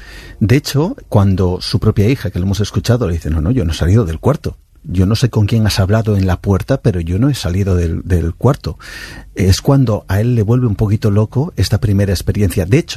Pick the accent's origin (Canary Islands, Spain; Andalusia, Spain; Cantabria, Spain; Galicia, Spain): Cantabria, Spain; Estoy en mi tierra y una tierra, ya sabes, llena de misterios.